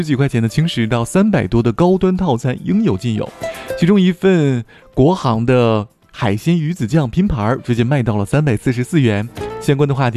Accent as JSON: {"language": "Chinese", "country": "China"}